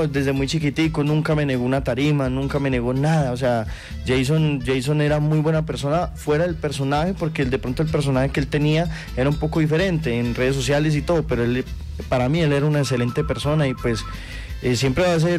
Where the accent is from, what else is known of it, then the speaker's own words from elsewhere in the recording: Jamundí, Valle del Cauca, Colombia; moved away as an adult; also born or lived in Cali; now in Rionegro, Colombia; Pero yo soy de Jumbo Valle, como bien lo decíamos. Yo allá fue que empecé con la música desde muy chiquitico, desde que tenía 14 años empecé a cantar.